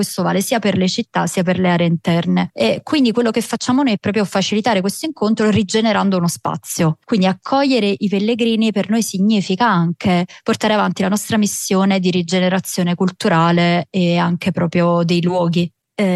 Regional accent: Naples, Campania, Italy; noi siamo di Napoli Centro

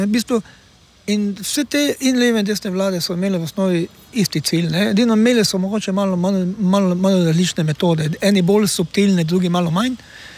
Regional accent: Styria, Slovenia; kot pravimo Štajerci

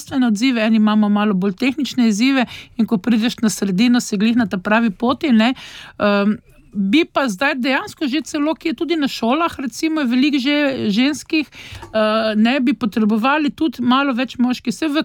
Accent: Ptuj, Drava, Slovenia; accent: Styrian; also born or lived in Koper / Izola; jaz vedno rečem, da sem primorka, ne, čeprav vsakemu pravzaprav vzame sapo, seveda moje narečje je zdaj čisto štajersko. Moja mama pa oče sta se namreč, predvsem zaradi očeta, preselila v Izolo in sva se oba dva z bratom rodila v Kopru

